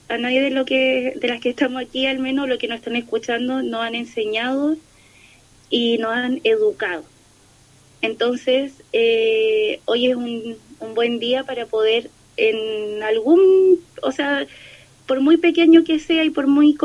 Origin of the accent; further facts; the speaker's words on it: Concepción, Biobío, Chile; moved away as an adult; now in Arica, Chile; Actualmente soy de Concepción, pero actualmente me encuentro en Arica